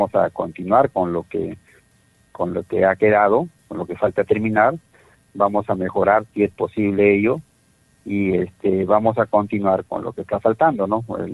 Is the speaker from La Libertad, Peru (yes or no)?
yes; Salpo, La Libertad, Peru; estoy muy agradecido de mi pueblo de Salpo